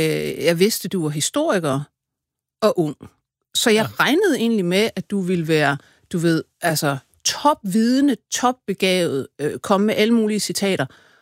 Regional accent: Aarhus, Central Denmark Region, Denmark; Jeg er fra Aarhus.

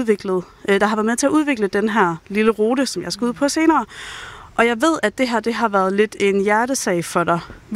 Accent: Jutland, Denmark; Og nu kommer jeg selv fra Jylland

